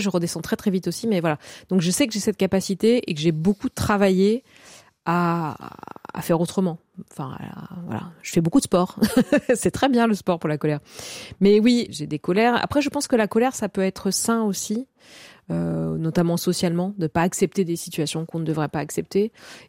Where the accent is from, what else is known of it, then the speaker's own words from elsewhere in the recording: Corsica, France; moved away as an adult; quand je suis partie de la Corse à 18 ans